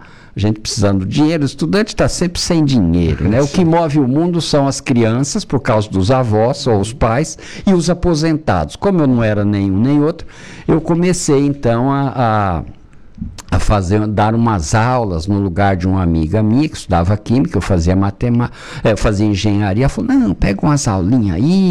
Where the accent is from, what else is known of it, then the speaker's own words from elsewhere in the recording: Campo Grande, Mato Grosso do Sul, Brazil; eu nasci em Campo Grande, né? No Mato Grosso do Sul